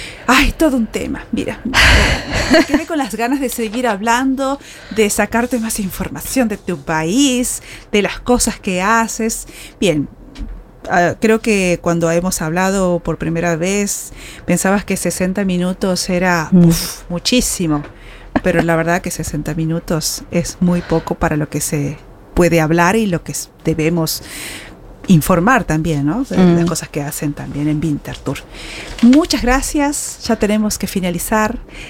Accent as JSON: {"language": "Spanish", "country": "Argentina", "moved": "yes", "lives_now": "Switzerland", "said": "Yo soy de Argentina, pero no soy de... soy de otra provincia."}